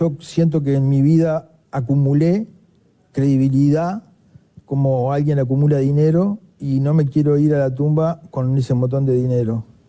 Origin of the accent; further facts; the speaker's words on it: Uruguay; Somos los uruguayos que tenemos un problema con la libertad.